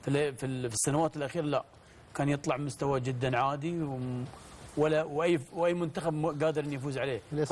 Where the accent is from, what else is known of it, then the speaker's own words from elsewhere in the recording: Qatar; يوم كانت عندنا بقطر في النهائي